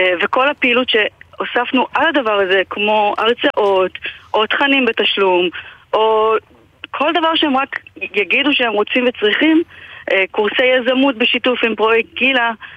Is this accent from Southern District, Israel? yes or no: yes; Beersheba, Southern District, Israel; אני באר שבעית, אני נולדתי פה